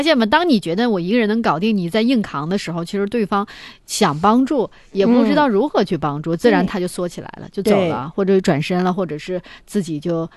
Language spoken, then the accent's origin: Chinese; Northeast China, China; 这个就是我们东北人的一个性格